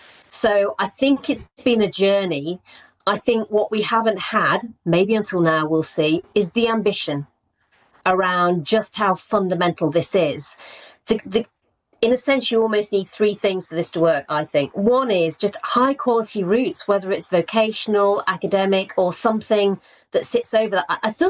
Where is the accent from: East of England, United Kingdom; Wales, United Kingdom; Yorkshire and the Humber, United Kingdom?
Yorkshire and the Humber, United Kingdom; Rotherham; I've always said I never met a lawyer growing up in Rotherham.